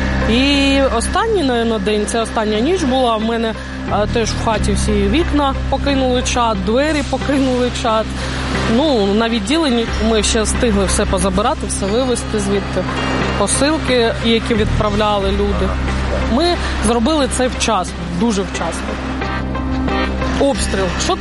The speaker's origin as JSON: {"language": "Ukrainian", "town": "Bakhmut", "region": "Donetsk Oblast", "country": "Ukraine", "moved": "as an adult", "said": "Я з Бахмуту."}